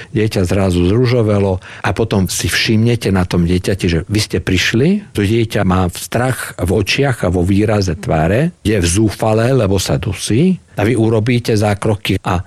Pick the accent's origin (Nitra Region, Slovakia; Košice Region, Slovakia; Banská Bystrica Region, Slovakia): Košice Region, Slovakia; Košice; Tak ja som Košičan.